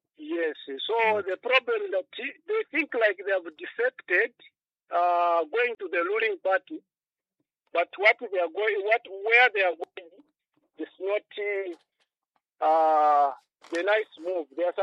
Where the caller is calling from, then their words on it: Livingstone, Southern Province, Zambia; from the tourist capital city of Livingstone.